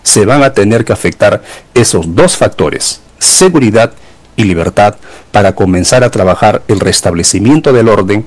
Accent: Peru; somos una democracia peruana

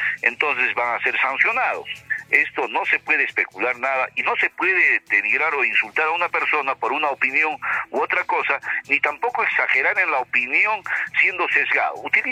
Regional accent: Peru; Este es nuestro Perú, nuestro querido Perú

